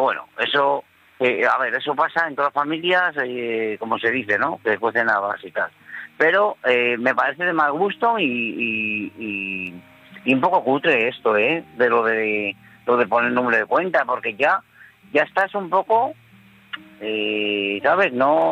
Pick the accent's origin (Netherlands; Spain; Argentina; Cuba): Spain; Madrid, Community of Madrid